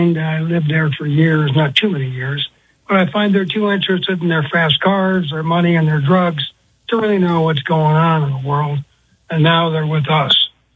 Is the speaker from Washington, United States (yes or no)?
yes; Washington, United States; now in Colorado, United States; I'm from Washington State myself originally.